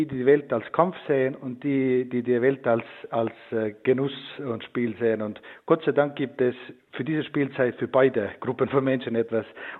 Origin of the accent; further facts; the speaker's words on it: Estonia; German is a second language; Ich hatte sogar Möglichkeit, eine Regisseurin aus Estland, aus meinem Heimatland mitzubringen.